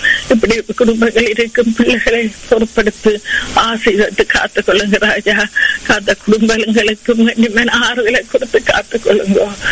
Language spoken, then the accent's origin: Tamil; Sri Lanka; என்ன நாங்கள் பிறந்து வளர்ந்த தேசமாகிய இலங்கை தேசத்துக்காக, அந்த அழகிய தீவுக்காக உங்களை வருவோம்.